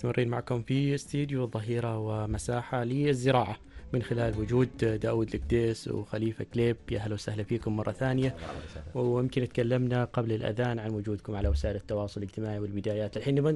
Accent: Oman; فترة ذهبية لنا كعمانيين

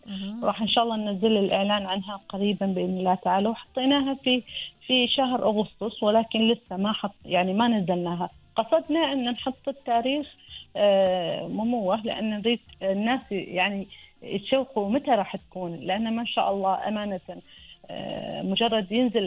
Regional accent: Oman; لنا في عمان، اللي نحولها من قصة إلى منحوتة كاملة تلمسنا نحن كعمانيين،

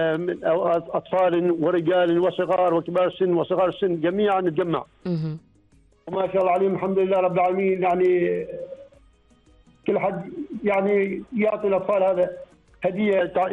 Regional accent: Oman; في تاريخنا في بلدنا وفي قريتنا وفي سلطنة عمان

